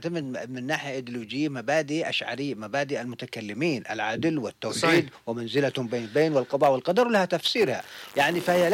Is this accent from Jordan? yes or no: no; Yemen; الآن نحن وجها لوجه مع إيران كيمنيين.